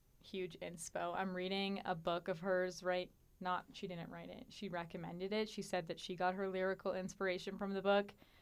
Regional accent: Atlanta, Georgia, United States; moved away; I'm originally from Atlanta, and there's a lot of roads in Atlanta called Abernathy.

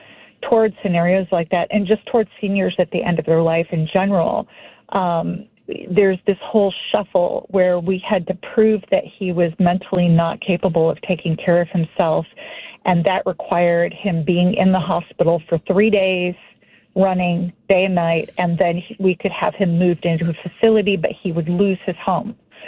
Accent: Texas, United States; now in Brookfield, United States; So I grew up in Texas

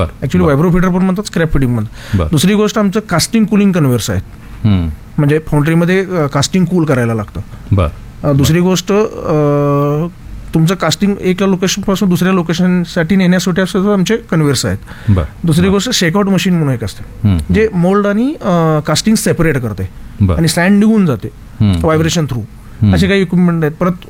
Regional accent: Pune, Maharashtra, India

